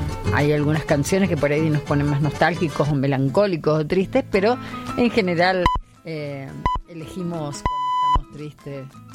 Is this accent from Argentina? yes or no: yes; Las Varillas, Córdoba, Argentina; born there; moved away; Claro, nací en Las Varillas, pero vine hace muchos años, como muchos, a estudiar periodismo y ya me quedé.